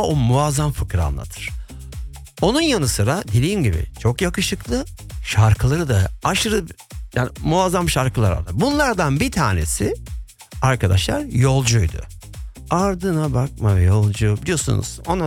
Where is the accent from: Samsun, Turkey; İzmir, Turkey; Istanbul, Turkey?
İzmir, Turkey; Izmir; Bir de İzmirli yani kendisi. Aynı benim. Senle beni karıştırmasınlar. Biz de böyle hafiften İzmirliyiz.